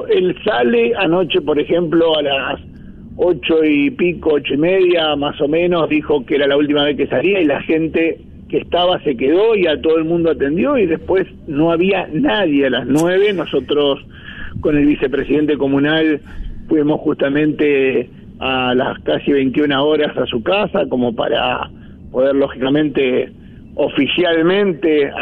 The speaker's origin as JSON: {"language": "Spanish", "country": "Argentina", "said": "como nosotros como argentinos hemos dado al equipo, ¿no?"}